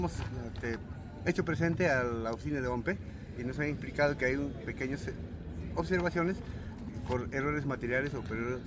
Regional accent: Vinchos, Ayacucho, Peru; mi pueblo de Vinchos

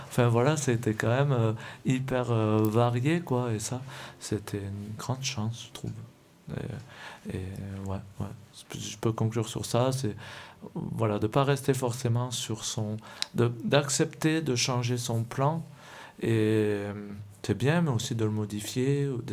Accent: France; moved away as an adult; quand j'étais en France. Enfin, j'étais pas... Comme j'étais chez moi, dans ma ville natale

